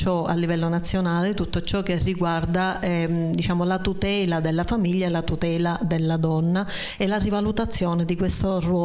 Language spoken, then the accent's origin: Italian; Sicily, Italy; amo immensamente la mia terra